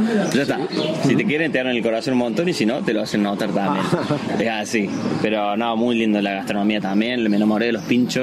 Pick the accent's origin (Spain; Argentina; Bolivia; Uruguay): Argentina; Córdoba; born there; Exactamente, de Talleres de Córdoba, de mi ciudad natal.